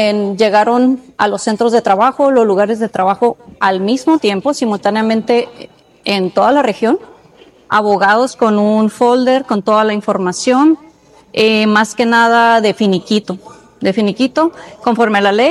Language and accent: Spanish; Tijuana, Baja California, Mexico; En este caso somos de aquí de Tijuana, pues casi 100 personas.